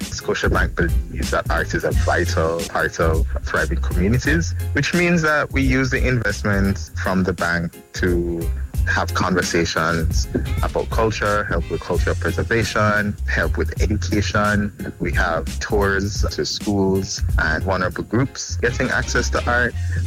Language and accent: English; Jamaica; the conversations that we as contemporary Jamaican people are having with the landscape.